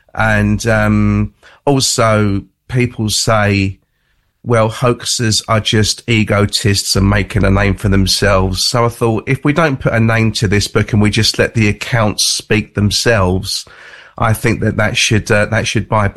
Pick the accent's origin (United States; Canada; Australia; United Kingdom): United Kingdom; England; That made me feel really at home as an Englishman.